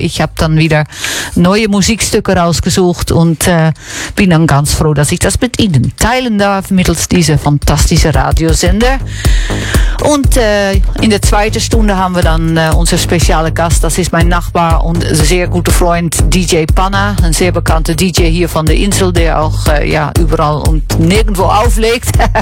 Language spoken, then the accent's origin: German; Netherlands; German is a second language; now in Canary Islands, Spain; bin eine Holländerin